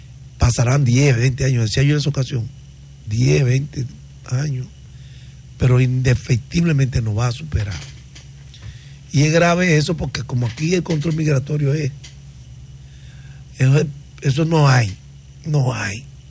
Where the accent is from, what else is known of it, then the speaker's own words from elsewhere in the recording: Dominican Republic; a mí, que somos dominicanos